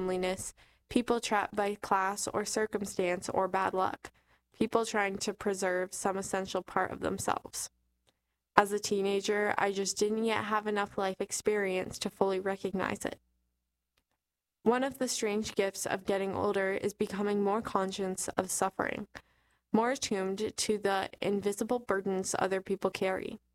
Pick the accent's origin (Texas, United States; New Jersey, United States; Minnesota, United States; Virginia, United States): New Jersey, United States; His songs were woven into the experience of growing up in New Jersey, the shore, the parkway, football games, dinners, diners, humid summer nights